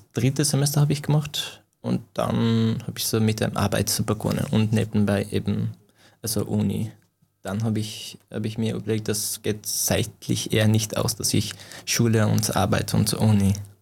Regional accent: Afghanistan; now in Austria; natürlich, ich komme ursprünglich aus Afghanistan, aber ich fühle mich nicht so richtig ein Afghaner. Zum Beispiel, ich war im Iran und die haben zu mir gesagt, okay, du Afghaner.

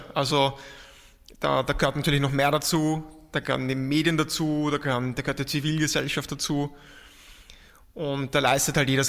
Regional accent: Vienna, Austria; da meine ich so, jetzt auch als Wiener, denke ich, so einen Wiener Schmäh.

